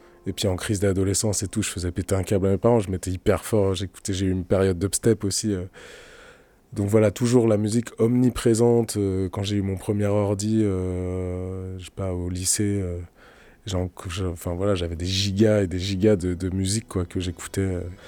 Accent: Nantes, Pays de la Loire, France; born there; also born or lived in Teillé; quand j'ai déménagé de Théillé, que je suis arrivé à Nantes avec mes parents

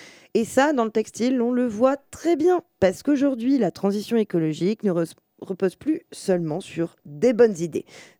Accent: Lille, Hauts-de-France, France; born there; now in Nantes, France; je viens du Nord

